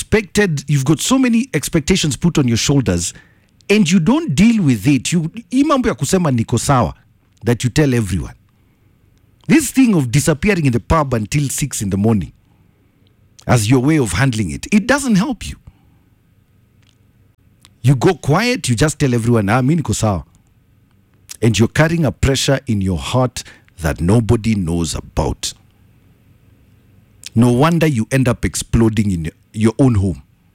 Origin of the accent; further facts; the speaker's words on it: Kenya; As a Kenyan man, when's the last time you said, hey, Bana, I'm tired.